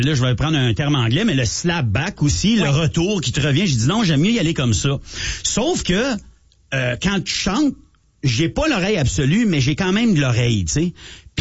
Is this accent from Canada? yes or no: yes; Ottawa, Ontario, Canada; moi je viens d'Ottawa, là, j'ai resté à Ottawa longtemps, mais je dis Ottawa, je voulais pas dire Canada.